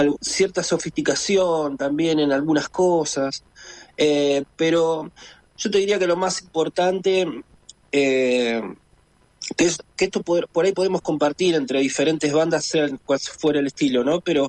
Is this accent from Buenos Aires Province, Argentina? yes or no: yes; La Plata, Buenos Aires Province, Argentina; Yo soy de La Plata y vivo en La Plata